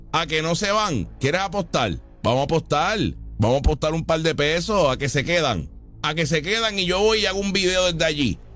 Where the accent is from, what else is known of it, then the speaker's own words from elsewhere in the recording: Puerto Rico; Yo como puertorriqueño quiero que se queden.